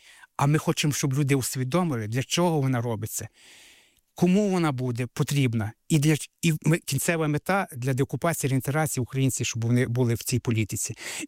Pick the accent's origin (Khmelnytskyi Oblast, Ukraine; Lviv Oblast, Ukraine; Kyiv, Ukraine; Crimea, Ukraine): Crimea, Ukraine; України, корінна кримська татарка.